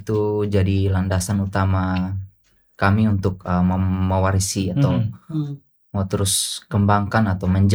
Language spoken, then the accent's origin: Indonesian; East Nusa Tenggara, Indonesia; dari lubuk hati saya sebagai seorang Timor